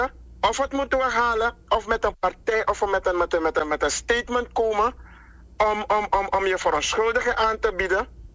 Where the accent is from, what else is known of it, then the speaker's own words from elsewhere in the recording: Suriname; we zijn Surinamers.